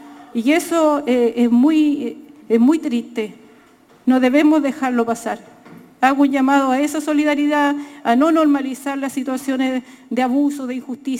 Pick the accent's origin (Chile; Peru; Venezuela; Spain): Chile